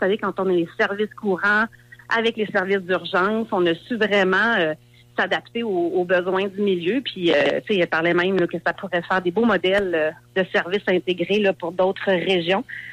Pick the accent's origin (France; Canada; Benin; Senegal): Canada; Rivière-du-Loup, Quebec; born there; Je suis née à Rivière-du-Loup, j'ai vécu à Rivière-du-Loup. Ma famille vient d'ici